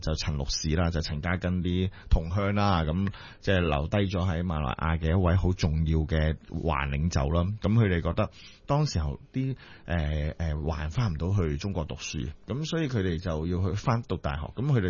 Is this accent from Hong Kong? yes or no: no; Singapore; 所以点解我哋新加坡人读喺新加坡读中文系其实读埋中国历史